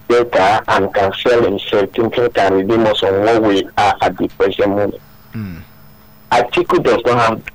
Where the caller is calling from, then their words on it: Nigeria; The point is, Nigerians